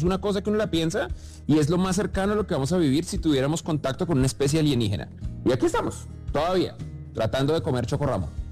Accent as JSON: {"language": "Spanish", "country": "Colombia", "lives_now": "United States", "said": "Y pues uno sigue siendo más colombiano que gringo."}